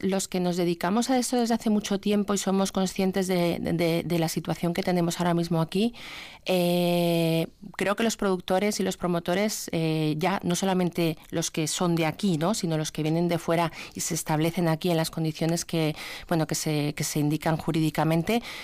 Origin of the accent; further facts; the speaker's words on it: Madrid, Community of Madrid, Spain; now in Basque Country, Spain; Yo soy de Madrid, yo aquí mucho tiempo